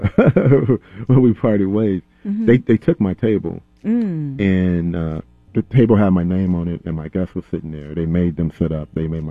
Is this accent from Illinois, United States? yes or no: yes; Chicago, Illinois, United States; I'm from Chicago.